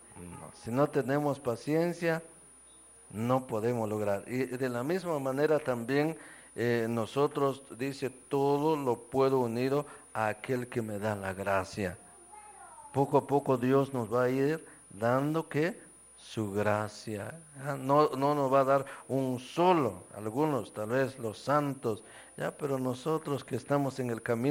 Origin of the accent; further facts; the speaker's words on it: Guatemala; nosotros como guatemaltecos